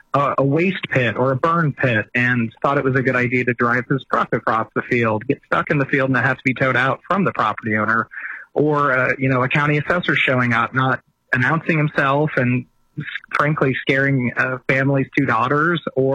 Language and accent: English; New Mexico, United States; my home state of New Mexico